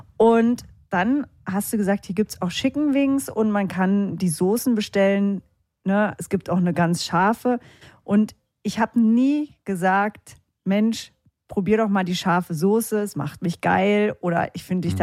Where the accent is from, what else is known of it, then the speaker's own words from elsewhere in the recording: East Germany, Germany; Nee, bei uns hatte man Schluckauf.